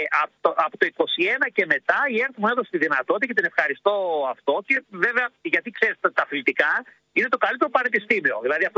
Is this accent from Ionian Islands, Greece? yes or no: no; Serres, Central Macedonia, Greece; μεγάλη αγάπη για τον τόπο μου. Δηλαδή είμαι παθιασμένος Σέρεος